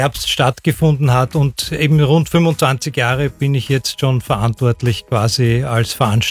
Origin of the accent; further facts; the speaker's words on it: Vienna, Austria; kennen tue ich es quasi schon aus meiner Jugend, wo ich schon in Hitzing bin, aufgewachsen auch in Hitzing.